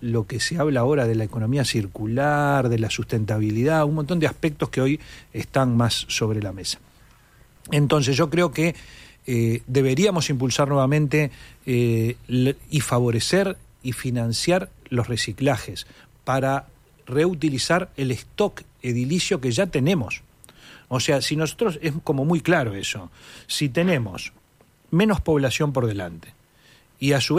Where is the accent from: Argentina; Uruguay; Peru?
Uruguay; la mejor manera de vivir que necesitaríamos nosotros como uruguayos.